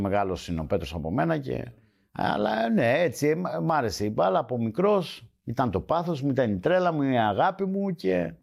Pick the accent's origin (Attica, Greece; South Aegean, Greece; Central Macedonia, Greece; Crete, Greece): Attica, Greece; Agia Varvara; Στην πλατεία, στα Καμίνια, εκεί στην Αγία Βαρβάρα, εκεί που μεγάλωσα, ναι, παίζαμε μπάλα.